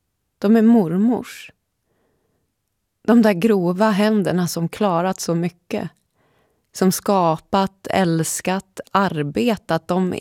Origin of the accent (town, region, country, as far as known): Gävle, Gävleborg County, Sweden